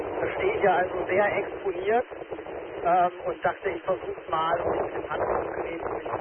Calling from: Wesseling, North Rhine-Westphalia, Germany; Ich komme aus Wesseling, ist Heimat QTH und bin dann mit dem Rad nach Bornheim gefahren auf einen Aussichtsturm

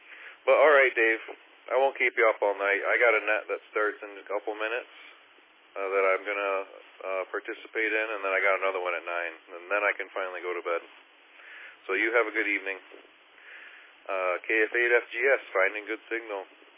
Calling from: Saginaw Township, Michigan, United States; I'm located in Saginaw Township, like North Saginaw County, and then so I'm not far from Midland or Bay City.

